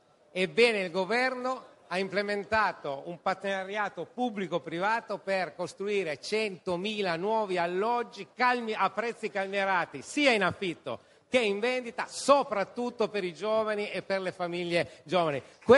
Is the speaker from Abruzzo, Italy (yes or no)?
no; Turin, Piedmont, Italy; io sono di Torino